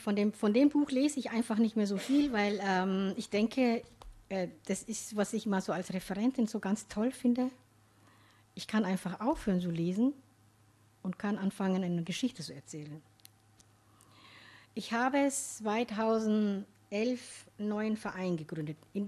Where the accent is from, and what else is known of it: Somalia